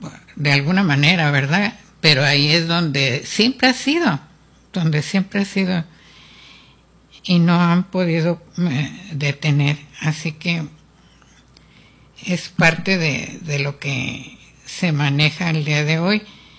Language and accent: Spanish; Mexico; nosotros como mexicanos